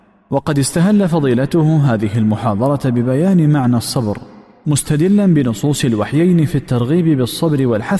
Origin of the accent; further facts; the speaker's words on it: Libya